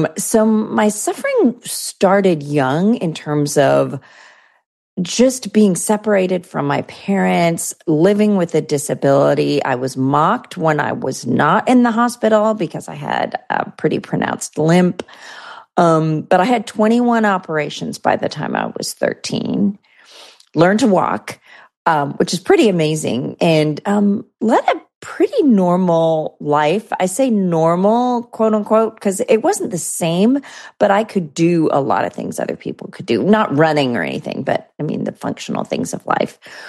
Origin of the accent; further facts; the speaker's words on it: India; born there; I was born in India to Christian parents.